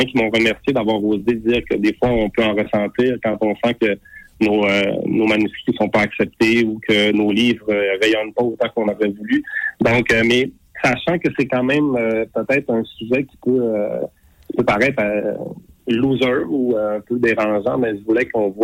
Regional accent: Saguenay, Quebec, Canada; mon premier salon du livre, c'était au Saguenay, là, de ma région natale.

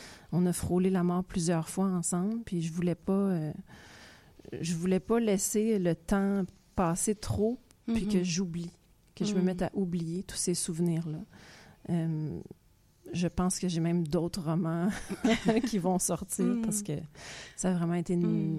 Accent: Montreal, Quebec, Canada; born there; je suis née à Montréal

